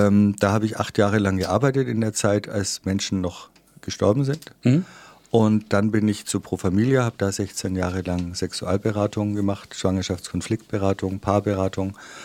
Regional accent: Bavaria, Germany; Ich komme aus der Oberpfalz, das habe ich schon erzählt. Ich bin der vierte einer fünfköpfigen Pfarrerssohnfamilie, der relativ streng erzogen wurde und dann noch in der Oberpfalz als Protestant in der katholischen Oberpfalz

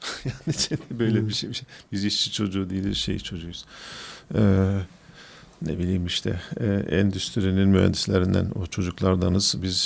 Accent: Nuremberg, Bavaria, Germany; Ama ben şimdi dersen, evet ben bir Nürnberg'liyim ama bir Alman mıyım? Hayır değilim.

